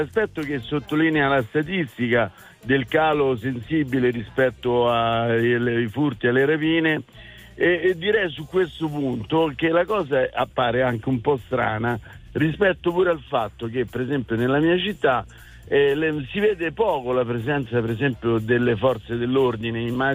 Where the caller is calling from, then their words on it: Civitavecchia, Lazio, Italy; Io sono a Civitavecchia.